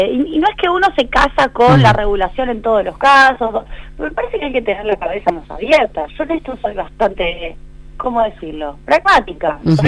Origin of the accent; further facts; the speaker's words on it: Rosario, Santa Fe, Argentina; te lo digo porque soy rosarina